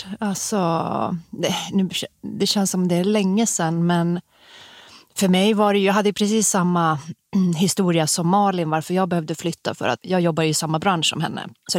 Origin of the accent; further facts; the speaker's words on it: Norrbotten County, Sweden; moved away; Vi är systrar, vi har vuxit upp i Tornedalen men bor inte där längre, sedan många år.